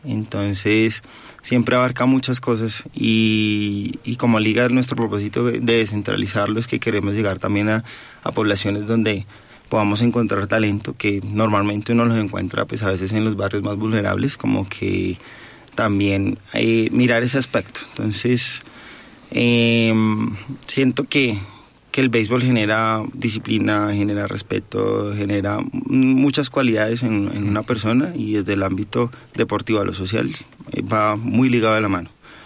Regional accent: Colombia; la idea es que sigamos llegando como colombianos allá a grandes ligas.

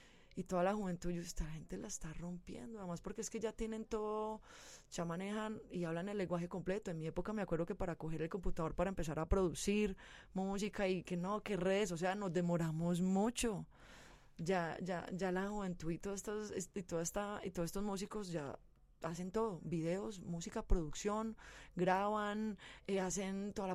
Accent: San Cristóbal, Antioquia, Colombia; born there; also born or lived in Los Angeles, United States; yo llevaba mucho tiempo viviendo en Los Ángeles, pero al regresar a mi tierra y hablando exactamente de mi montaña mágica, como le digo yo, de San Cristóbal, que yo había nacido allá, pero nunca había vivido allá.

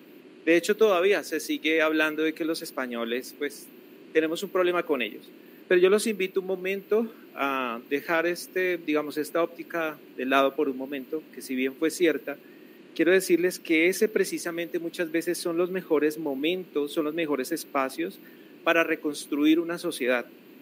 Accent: Bogotá, Colombia; born there; also born or lived in Barranquilla; Yo soy de Bogotá, una parte de mi vida de niño y de joven viví en la ciudad de Barranquilla

